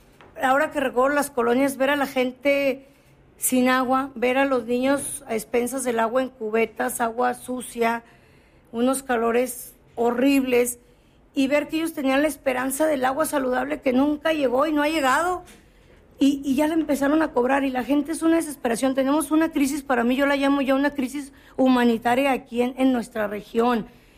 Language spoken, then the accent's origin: Spanish; Torreón, Coahuila, Mexico; yo nací, crecí aquí en Torreón. Tengo mi negocio aquí en Torreón